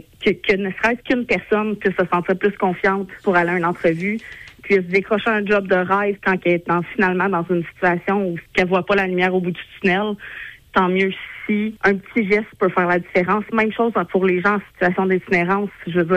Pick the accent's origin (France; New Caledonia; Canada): Canada; Granby, Quebec; je viens de Granby